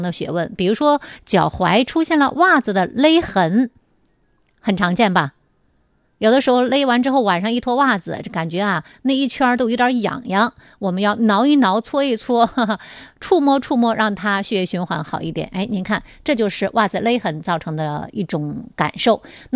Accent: China

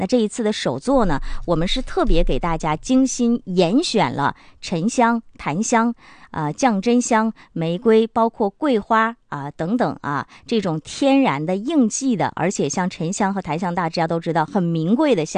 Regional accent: China; 我们中国人

